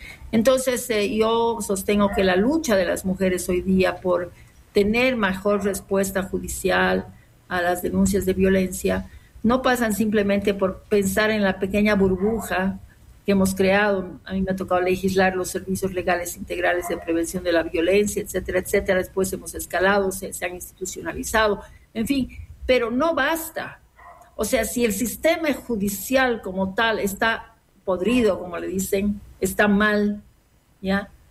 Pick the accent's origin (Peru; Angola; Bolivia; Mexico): Bolivia